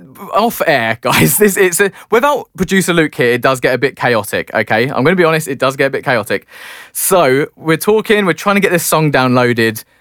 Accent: New Zealand; now in London, United Kingdom; It was New Zealand, and I was straight away out to you, wasn't I? I was like, hang on a minute, where are you from? New Zealand, and we just realised we lived round the corner.

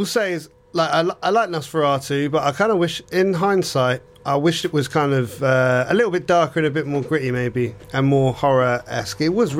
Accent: England, United Kingdom; I'm English

